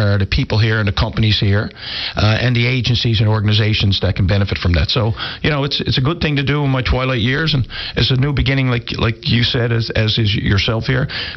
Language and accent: English; Newfoundland and Labrador, Canada; In my case here, you know, being a Newfoundlander and Labradorian and working with our team in Atlantic Canada